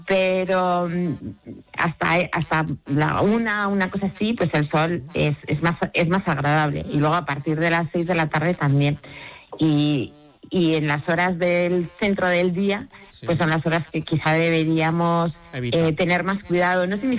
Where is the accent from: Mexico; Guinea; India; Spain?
Spain; porque somos españoles.